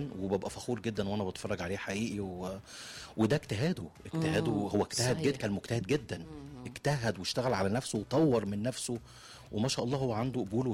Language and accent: Arabic; Egypt; احنا مصريين